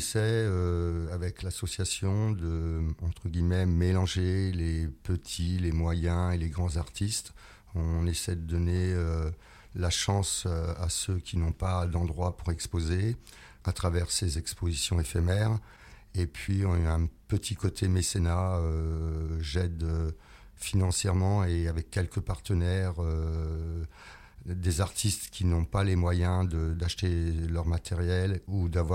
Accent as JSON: {"language": "French", "town": "Nogent-sur-Seine", "region": "Grand Est", "country": "France", "tie": "born or raised there", "moved": "yes", "said": "j'ai toujours eu de la chance de vivre dans plusieurs endroits tout au cours de l'année. Et entre autres, j'avais un pied-à-terre à Nogent-sur-Seine, ma ville natale"}